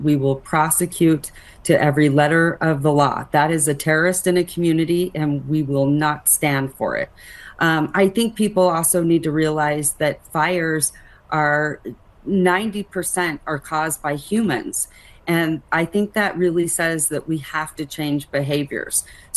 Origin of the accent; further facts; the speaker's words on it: Reno, Nevada, United States; I was born and raised here in Reno, and I have never seen anything of this magnitude.